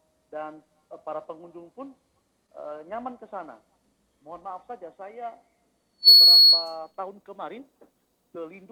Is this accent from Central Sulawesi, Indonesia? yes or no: yes; Palolo, Central Sulawesi, Indonesia; now in Palu, Indonesia; Iya, jadi kita mencintai akan daerah saya di Sigi, karena saya orang Sigi, Bang Palolo saya.